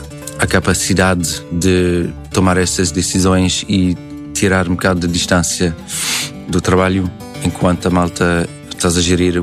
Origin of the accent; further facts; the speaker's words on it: Montreal, Quebec, Canada; Cresci ao lado de português, que era o bairro mais acima de onde eu cresci. e íamos lá sempre para comer frango piripiri, comer pastéis de nata, e eu acho que em Montreal, que é ainda mais multicultural